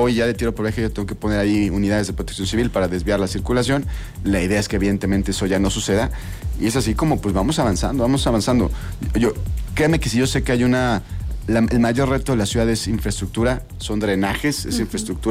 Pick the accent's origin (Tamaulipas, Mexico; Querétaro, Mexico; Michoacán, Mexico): Querétaro, Mexico; todos los que somos queretanos de toda la vida